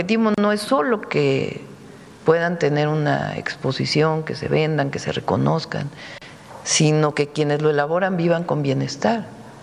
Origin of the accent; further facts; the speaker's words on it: Mexico City, Mexico; llegábamos a ir a Acapulco como familia chilanga de vacaciones